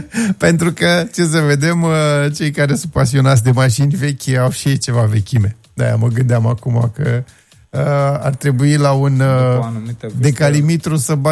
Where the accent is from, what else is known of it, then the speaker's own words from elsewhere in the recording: Călărași, Călărași County, Romania; Noi însă, locuitorii Călărașului